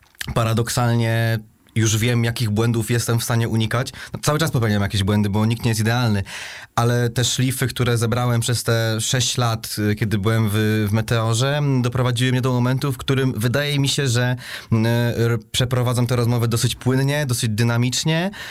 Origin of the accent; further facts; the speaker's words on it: Mogilno, Kuyavian-Pomeranian Voivodeship, Poland; kiedy się wychowywałem w Mogilnie na 22 stycznia.